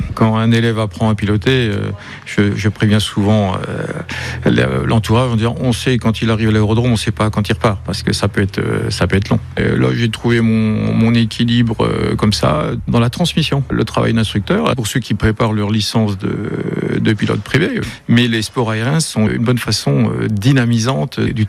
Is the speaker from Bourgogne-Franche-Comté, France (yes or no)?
yes; Belfort, Bourgogne-Franche-Comté, France; born there; Moi, je suis né à Belfort. La moitié de mon ADN vient des mines de charbon de Ronchamp et 50% des griottes de Fougerolles.